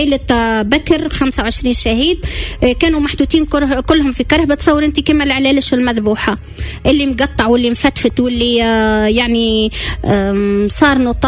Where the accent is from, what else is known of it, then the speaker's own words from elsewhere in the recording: Tunisia; now in Gaza, Palestine; اني تونسيه